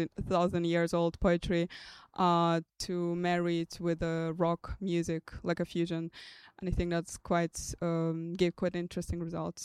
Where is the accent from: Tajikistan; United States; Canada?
Tajikistan; Dushanbe; it's like an experimental portrait of collective memory of my hometown, Dushanbe, which does not exist anymore the way I remember it, or my generation remembers it, because there was like the civil war after the collapse of the Soviet Union